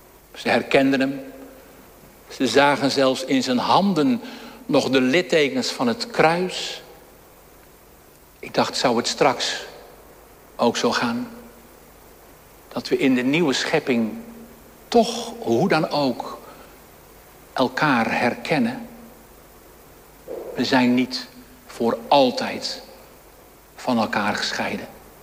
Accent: Dirksland, South Holland, Netherlands; ik ben in Dirksland opgegroeid en geboren ook trouwens. En belijdenis gedaan in de vormde kerk bij dominee van der Linden.

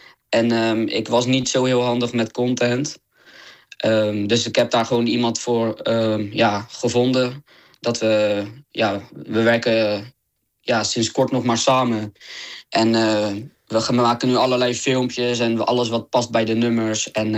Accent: Middelharnis, South Holland, Netherlands; also born or lived in Dirksland; Ik kom uit Middelharnis, geboren in Dirksland. Een echte flakkeenaar ben ik.

